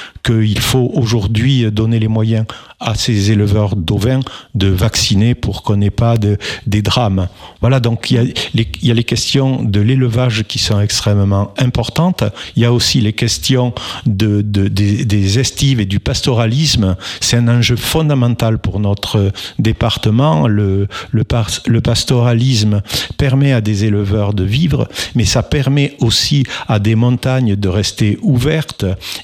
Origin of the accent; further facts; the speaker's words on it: Mirepoix, Occitanie, France; vous savez, je suis de Mirepoix, oui.